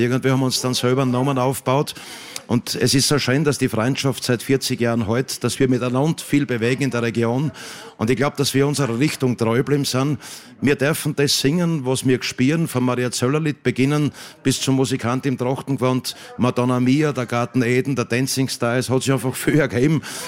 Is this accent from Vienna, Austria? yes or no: no; Birkfeld, Styria, Austria; Wir kommen aus Birkfeld